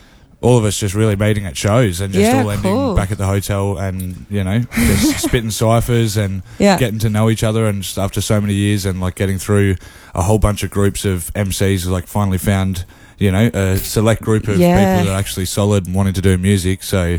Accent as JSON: {"language": "English", "town": "Canberra", "region": "Australian Capital Territory", "country": "Australia", "said": "I'm from Canberra."}